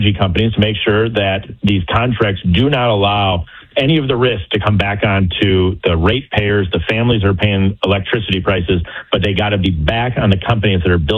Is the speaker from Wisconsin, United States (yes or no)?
yes; Wisconsin, United States; So in my home state of Wisconsin, there's a large data center that's being built